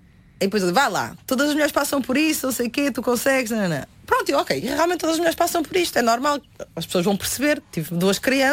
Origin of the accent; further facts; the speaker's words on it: Norte, Portugal; accent: northern Portuguese; moved away; De quando eu estava no Norte